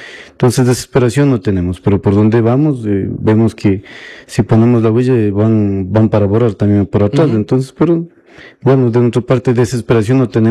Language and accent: Spanish; Bolívar, Ecuador; venimos de la comunidad de Pongo Urco y por hoy también pertenezco a la comunidad de Vinchoa Grande.